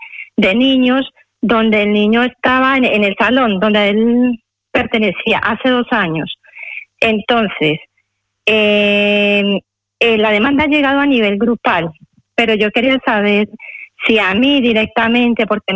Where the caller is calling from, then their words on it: Majadahonda, Community of Madrid, Spain; Buenos días, de Majadahonda.